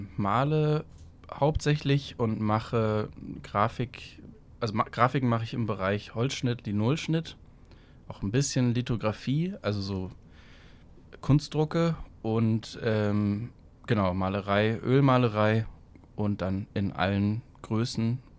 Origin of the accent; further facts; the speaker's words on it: Brandenburg, Germany; moved away; Und ich komme aus der Prignitz. Das ist der am undichtesten besiedelste Landkreis Deutschlands, am dünnsten besiedelste Landkreis Deutschlands. Und da ist wirklich nichts. Also das ist niemands Land.